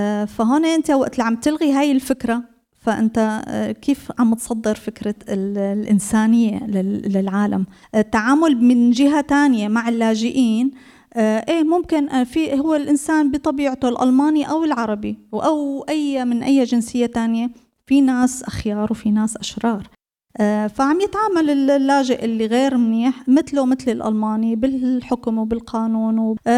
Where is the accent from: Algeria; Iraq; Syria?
Syria; now in Germany; نحن بنحكي كسوريين طلعت من حرب